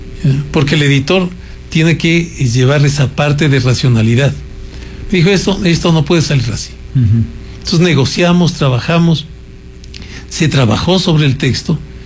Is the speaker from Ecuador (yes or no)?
yes; Ecuador; mi país, Ecuador